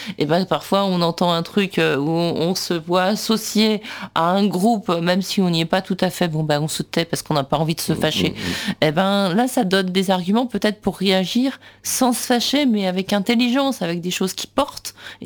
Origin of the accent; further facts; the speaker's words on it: France; moi, je ne suis pas d'origine juive, mais ceci dit, je suis française